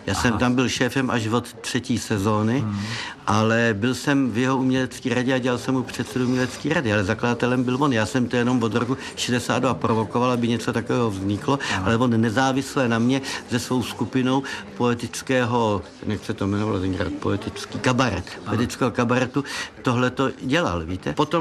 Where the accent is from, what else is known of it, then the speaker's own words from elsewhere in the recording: Prague, Czechia; oni mě na to koupili a viděli, že jsem z Prahy, takže mě to bylo velmi milé